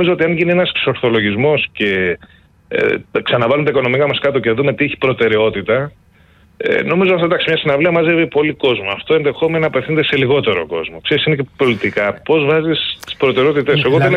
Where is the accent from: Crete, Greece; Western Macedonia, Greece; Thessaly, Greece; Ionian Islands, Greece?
Ionian Islands, Greece; Mavrata; moved away; πας και στην Κεφαλονιά, ας πούμε, στο χωριό μου